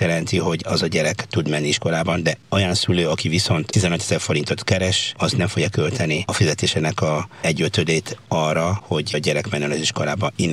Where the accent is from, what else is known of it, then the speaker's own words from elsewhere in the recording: DR Congo; now in Hungary; a Kongóban, ahonnan származom